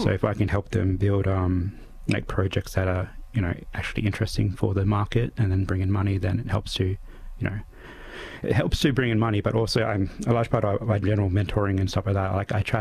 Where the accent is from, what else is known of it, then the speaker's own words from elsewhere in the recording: Central Australia, Australia; I'm from Central Australia